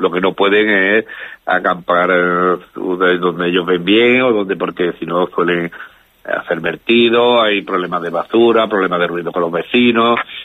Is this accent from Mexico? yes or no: no; Canillas de Albaida, Andalusia, Spain; yo soy de Canella de Albaida, allí ya hace años que tenemos un camping de caravana